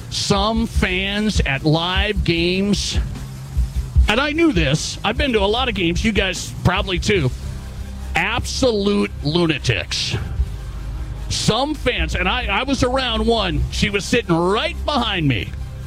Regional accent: South Dakota, United States; I'm from South Dakota.

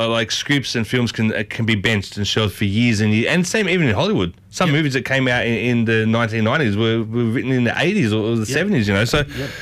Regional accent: Ryde, New South Wales, Australia; Where I grew up as well, I went to Ride Secondary College, which was Malvina back then.

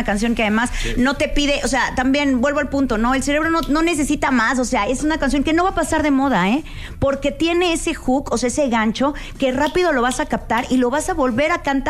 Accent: Mexico; Todos traemos ahí de repente nuestras cosas como país. Y qué bonito, qué bonito como latinoamericanos y como mexicanos.

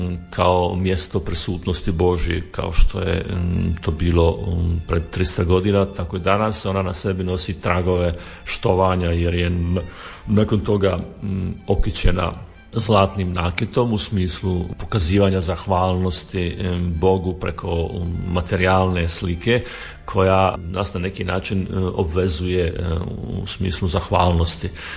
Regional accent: Sinj, Split-Dalmatia County, Croatia; Ja sam sam rođen u Sinju, ja sam sam odrastao u jednoj svijesti da je sasvim razumljivo da postoji Sinj, da postoji to hodočasničko mjesto, da postoji svetište.

